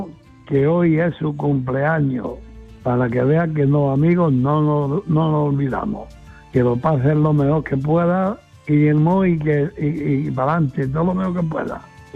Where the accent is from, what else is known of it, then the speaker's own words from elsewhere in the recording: Padul, Andalusia, Spain; Buenas tardes, mando me gordo … de Padul.